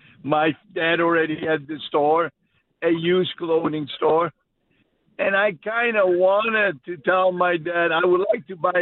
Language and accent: English; Toronto, Ontario, Canada; When I came to Canada, I realized that the real America is truly in Canada. I was growing up in Kensington Market, and we came from all over the world, and we built a fabulous life.